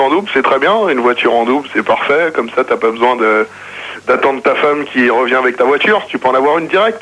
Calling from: Paris, Île-de-France, France; J'appelle de Paris, 100.9 FM.

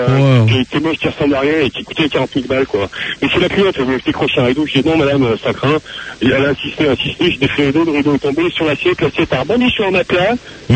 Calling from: Lyon, Auvergne-Rhône-Alpes, France; Je suis à Lyon.

